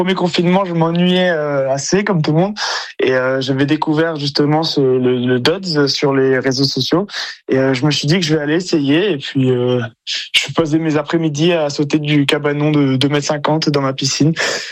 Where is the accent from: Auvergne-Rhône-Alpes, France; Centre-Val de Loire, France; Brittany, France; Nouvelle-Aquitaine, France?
Nouvelle-Aquitaine, France; Bordeaux; C'est ça, moi je suis bordelais, oui. De naissance, et j'y ai vécu 20 ans.